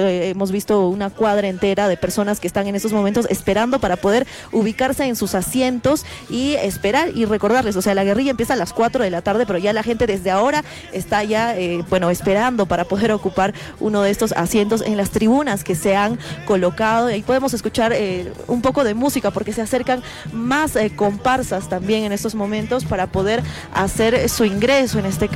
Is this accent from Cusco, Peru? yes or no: yes; Cusco, Peru; yo soy cusqueña, allí hace frío